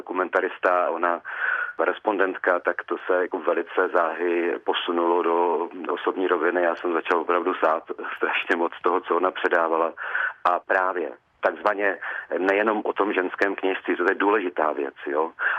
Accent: Brno, South Moravian Region, Czechia; A já samozřejmě, protože jsem rodilý Brňák, tak jako jinou test je, má jako jasné brněnské kořeny, tak já jsem se s tím setkával už od svého mládí.

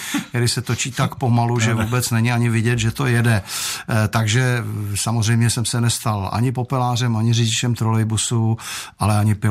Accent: Prague, Czechia; já jsem Vltavou křtěný Pražák a vlastně celý dětství jsme strávili na Vinohradech. Já jsem bydlel s matkou a s bratrem, protože naši se rozvedli, když mi byli 4 roky

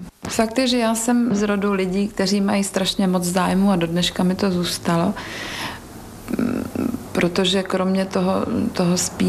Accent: Žirovnice, Vysočina Region, Czechia; moved away; also born or lived in České Budějovice; Já jsem ze Žirovnice, což je na rozhraní vlastně jižních Čech a Českomoravské Vysočiny. Ale já se pokládám po rodičích za jeho Čecha.

